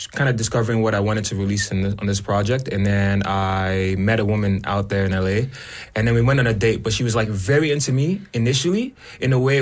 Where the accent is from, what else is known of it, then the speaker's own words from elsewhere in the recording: Nigeria; now in Canada; because I'm Nigerian. I was Nigerian. Mm-hmm. But I've also been in Canada for about 17 years. So I'm like hybrid in a sense.